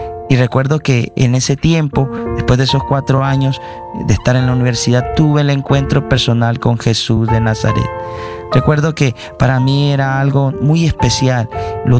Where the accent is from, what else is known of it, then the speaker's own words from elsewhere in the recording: Nagarote, León, Nicaragua; Allá en Nicaragua nosotros vivimos en un pueblo llamado Nagarote, y ahí comenzó mi vocación a temprana edad.